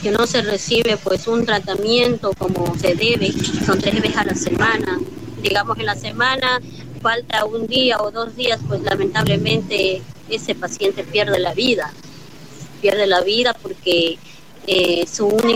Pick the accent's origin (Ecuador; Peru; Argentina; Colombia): Ecuador; Amazon; a los amazónicos nos tienen así